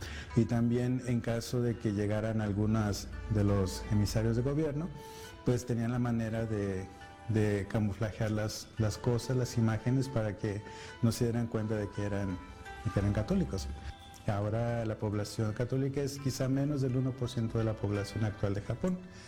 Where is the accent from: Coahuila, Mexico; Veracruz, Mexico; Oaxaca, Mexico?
Coahuila, Mexico; Arteaga; de Misioneros de Guadalupe. Soy originario de Arteaga, Coahuila, está en el norte de México.